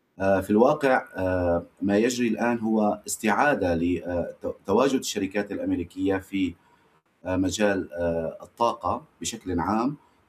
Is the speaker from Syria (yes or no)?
yes; Syria; لا نريد نحن كسوريين أن نسمع أخبار مرتبطة بالنسب من الخارج.